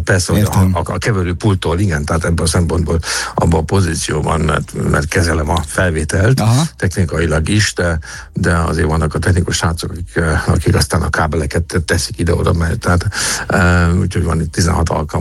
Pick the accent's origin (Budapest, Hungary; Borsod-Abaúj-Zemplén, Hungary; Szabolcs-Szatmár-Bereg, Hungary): Budapest, Hungary; moved away as an adult; now in Munich, Germany; én soha nem akartam a szülővárosomat elhagyni.